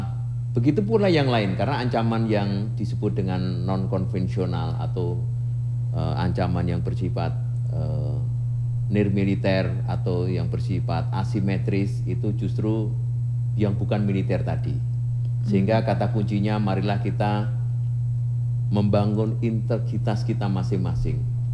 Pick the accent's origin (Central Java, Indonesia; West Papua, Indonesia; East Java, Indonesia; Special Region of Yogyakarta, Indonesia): Central Java, Indonesia; Surakarta; Kita harus bangga sebagai wong Solo, Solo Raya. Kita bangga sebagai masyarakat Jawa Tengah